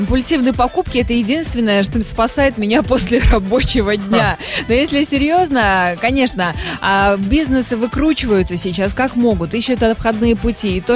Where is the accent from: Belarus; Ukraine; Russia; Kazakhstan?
Belarus; мы, белорусы, с такими сюрпризами привычны.